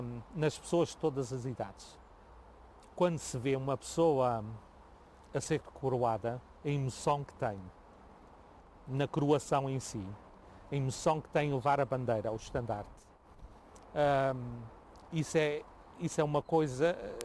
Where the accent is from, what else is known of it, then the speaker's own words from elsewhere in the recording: Angra do Heroísmo, Azores, Portugal; Eu, para ser sincero, sou mais apegada a qualquer sítio de Portugal do que a minha terra natal. Gosto muito de ir à Terceira, porque ainda tenho família lá.